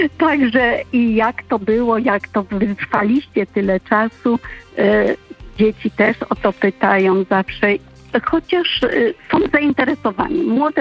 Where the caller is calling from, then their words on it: Lower Silesian Voivodeship, Poland; On z Górnego Śląska, ja z Dolnego Śląska.